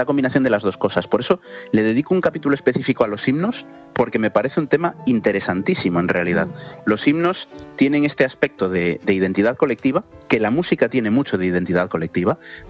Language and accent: Spanish; Galicia, Spain; Yo que soy gallego